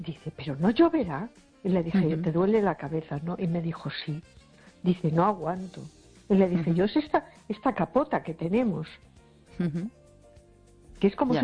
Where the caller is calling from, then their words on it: A Coruña, Galicia, Spain; de Coruña.